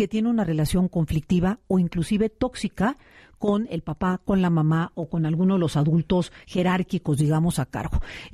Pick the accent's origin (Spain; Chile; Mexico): Mexico; Veracruz; moved away; also born or lived in Puebla; yo soy de Veracruz y mi salir al mundo fue ir de Veracruz a Puebla.